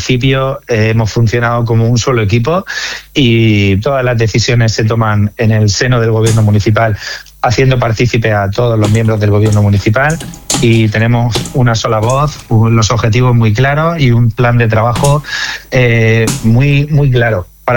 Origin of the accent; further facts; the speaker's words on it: Blanca, Region of Murcia, Spain; los blanqueños somos muy de Blanca